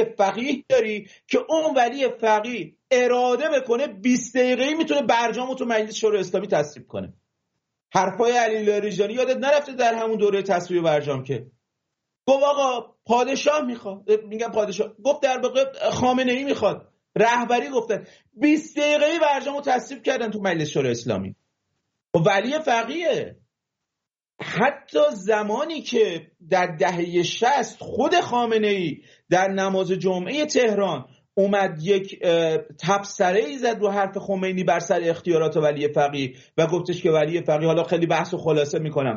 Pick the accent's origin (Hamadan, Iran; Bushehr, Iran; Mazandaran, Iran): Mazandaran, Iran; چون بچه مازندرانم